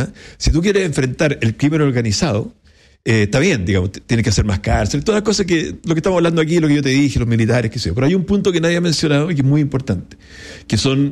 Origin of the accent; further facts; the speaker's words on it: Ñuble, Chile; Yo soy de Ñuble y ahí lo conocí a Martín Arrau como intendente